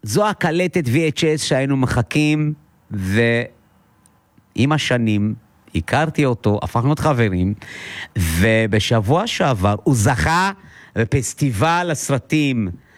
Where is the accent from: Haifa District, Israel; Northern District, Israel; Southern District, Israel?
Southern District, Israel; Arad; born there; כשאני הייתי ילד במרכז קליטה בערד, זה היה ב-90s